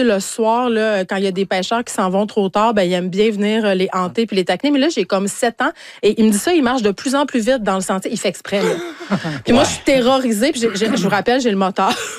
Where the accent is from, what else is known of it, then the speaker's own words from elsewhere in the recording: Saguenay, Quebec, Canada; je viens du Saguenay, j'arrête pas de le répéter. Et je pêche depuis, mon Dieu, que je sais marcher avec mes parents.